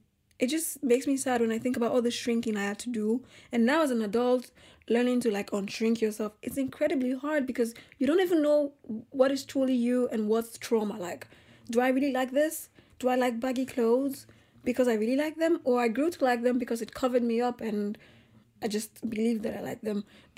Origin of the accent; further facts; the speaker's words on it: Nigeria; So yeah, I was saying that just growing up in Nigeria, It was incredibly difficult for me to feel like I was accepted